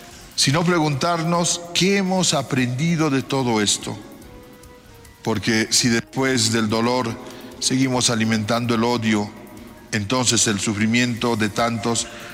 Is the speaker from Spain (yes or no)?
no; Bolivia; este tiempo debe convertirse en una ocasión para hacer un examen de conciencia como bolivianos.